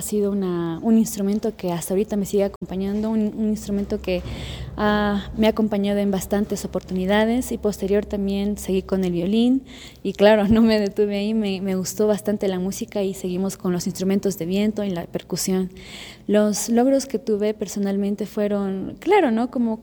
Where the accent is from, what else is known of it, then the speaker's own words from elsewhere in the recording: Bolivia; nosotros como bolivianos tenemos el deber también de poder rescatar nuestra cultura